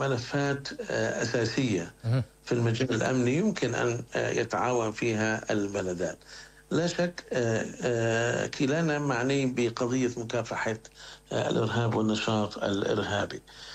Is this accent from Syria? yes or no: yes; Syria; نحن يهمنا الحقيقة كسوريين